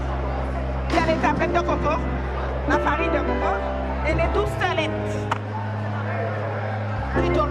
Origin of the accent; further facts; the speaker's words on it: Rivière-Pilote, Martinique; born there; Oui, je suis de Rivière Pilote, née de Rivière Pilote, mariée de Rivière Pilote, baptisée de Rivière Pilote.